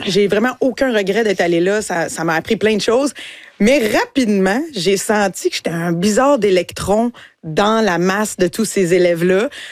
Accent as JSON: {"language": "French", "region": "Quebec", "country": "Canada", "tie": "born there", "moved": "as an adult", "lives_now": "Montreal, Canada", "said": "j'ai vraiment grandi dans un milieu agricole, rural, mais super bienveillant."}